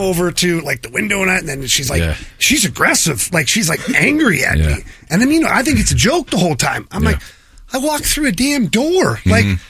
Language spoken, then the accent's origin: English; St. Louis, Missouri, United States; I'm not from here. I'm from St. Louis